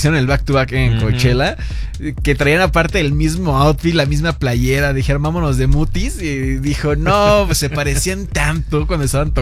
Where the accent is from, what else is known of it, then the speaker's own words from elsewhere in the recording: Mexico; nosotros como mexicanos buscamos cada área gris para poderla explotar.